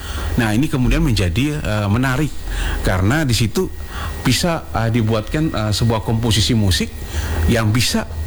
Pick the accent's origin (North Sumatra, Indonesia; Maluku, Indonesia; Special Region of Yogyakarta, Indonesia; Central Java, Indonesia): Maluku, Indonesia